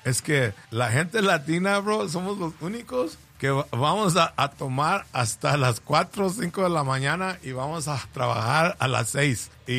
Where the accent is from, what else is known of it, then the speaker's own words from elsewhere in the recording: Mexico; born there; Spanish is a second language; Mira, te voy a decir que mi español... Yo nací en México, ¿verdad?